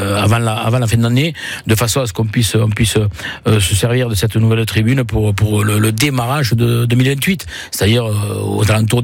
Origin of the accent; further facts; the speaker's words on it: Perpignan, Occitanie, France; born there; moi, j'ai grandi à Brutus, c'est toute ma vie, c'est toute ma jeunesse